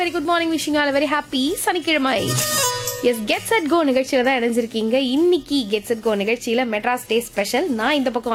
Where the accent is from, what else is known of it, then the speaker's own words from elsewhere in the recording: Chennai, Tamil Nadu, India; இங்கேயே பிறந்து வளர்ந்த நான்